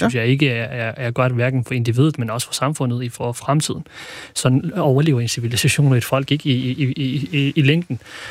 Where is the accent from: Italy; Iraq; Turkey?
Iraq; Jeg er kurder fra Irak oprindeligt.